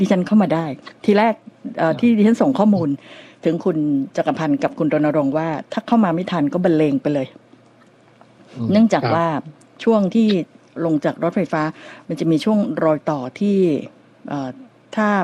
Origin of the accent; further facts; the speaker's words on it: Bangkok, Thailand; ก็สำหรับเราชาวกรุงเทพมหานครคนเดินดินกินข้าวแกงนี่น้อยนักที่จะไม่เคยนั่งรถเมล์หรือว่ารถขอสมกนะ